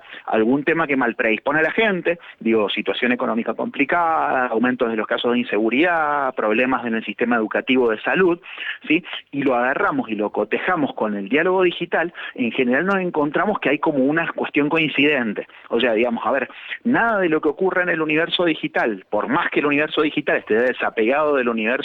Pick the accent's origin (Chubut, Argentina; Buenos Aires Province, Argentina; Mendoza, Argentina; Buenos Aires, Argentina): Mendoza, Argentina; como nosotros somos de Mendoza